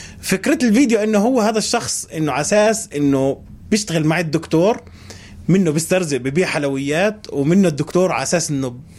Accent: Hebron, Hebron Governorate, Palestine; moved away as an adult; also born or lived in Egypt; انا اصلي من الخليل

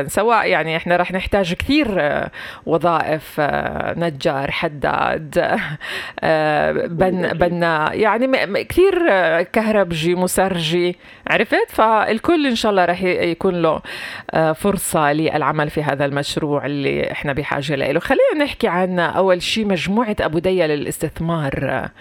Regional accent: Palestine; احنا كفلسطينيين

